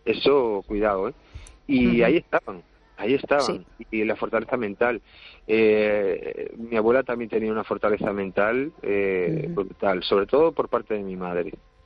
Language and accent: Spanish; Cangas, Spain; yo soy de Cangas y tengo ese lenguaje aún de ir a sachar abeja.